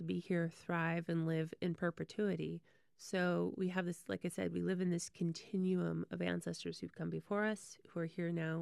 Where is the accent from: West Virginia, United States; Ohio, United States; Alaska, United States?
Alaska, United States; for myself, I'm a Clinkit from Southeast. My family's been here a long time.